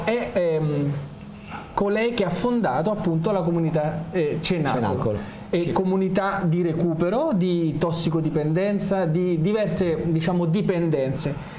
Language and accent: Italian; Rome, Lazio, Italy; io vengo, diciamo, originario di Roma